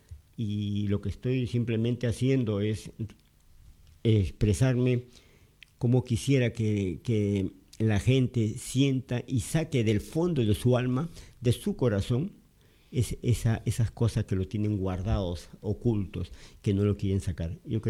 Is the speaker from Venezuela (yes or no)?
no; Peru; moved away as an adult; now in Spain; Extraño de mi país, porque allá sí estuve viajando. Yo viajo por todo el Perú